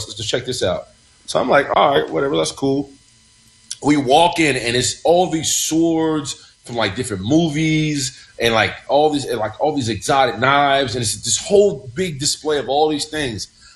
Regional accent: Bronx, New York, United States; I'm also from the Bronx, so we're born with these things.

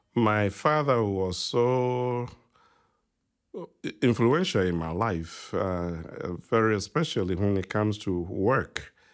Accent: Kumawu, Ashanti, Ghana; Well, my early childhood life was a typical Ghanaian Ashanti boy living in a village. I was born in Kumawu, as you rightly said, in the Ashanti region.

